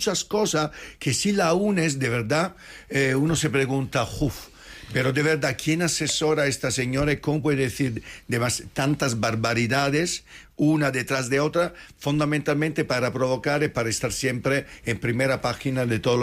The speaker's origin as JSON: {"language": "Spanish", "town": "Madrid", "region": "Community of Madrid", "country": "Spain", "said": "Que a mí como madrileño, lo digo como madrileño"}